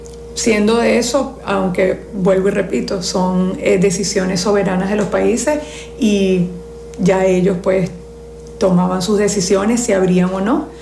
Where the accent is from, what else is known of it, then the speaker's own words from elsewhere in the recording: Venezuela; creo que los venezolanos somos personas de bien